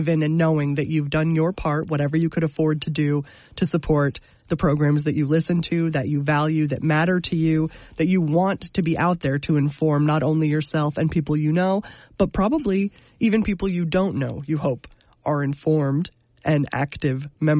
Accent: New York, United States; You know, Ray, I mean, you do know, I grew up in the Adirondacks.

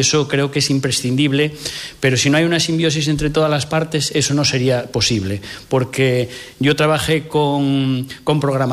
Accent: Ribadeo, Galicia, Spain; yo soy limítrofe, soy del Ayuntamiento de Ribadeo, en Galicia manejamos los mismos datos

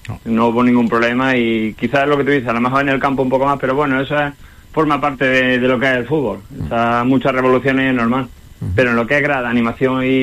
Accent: Córdoba, Andalusia, Spain; yo soy de Córdoba, pero vamos, toda mi familia es de allí, vamos, de hecho yo he pasado mucho tiempo, verano, navidades, vacaciones, y vamos, y hasta estoy bautizado allí, o sea que siento mucho apego por lo que es el pueblo.

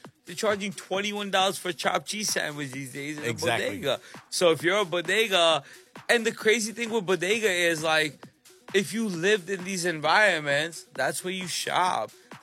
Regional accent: New York, United States; born or raised there

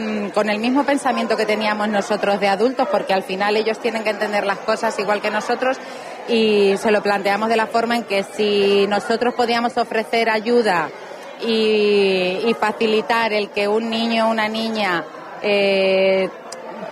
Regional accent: La Solana, Castilla-La Mancha, Spain; now in Ciudad Real, Spain; aunque vivo aquí en Ciudad Real, pero soy de La Solana, y en La Solana, desde yo bien pequeña

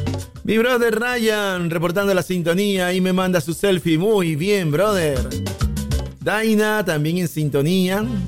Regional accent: Argentina; Como ustedes saben, yo soy argentina.

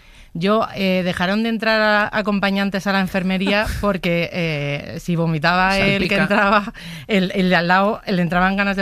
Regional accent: Madrid, Community of Madrid, Spain; soy de Madrid.

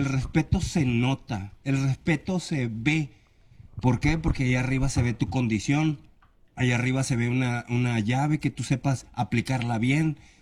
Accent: Monterrey, Nuevo León, Mexico; also born or lived in Mexico City; Somos porque yo soy regio. Somos porque yo soy de aquí

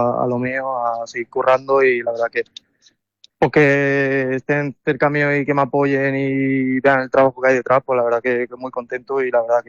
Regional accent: Barcelona, Catalonia, Spain; moved away; Al fin y al cabo yo soy de fuera, soy de Barcelona

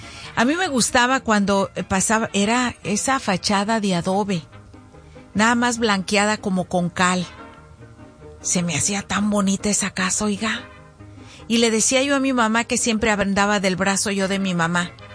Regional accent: Zacualco de Torres, Jalisco, Mexico; moved away; todos los de mi pueblo, de Zacualco de Torres, Jalisco, para todos los del barrio de la Cruz Verde

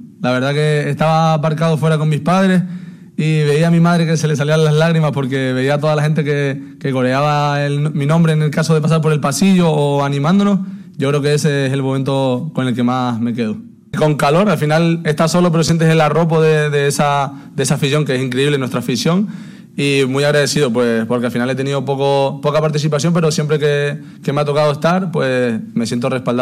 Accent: Canary Islands, Spain; la isla me encanta, llevo ya 4 años, encima soy canario

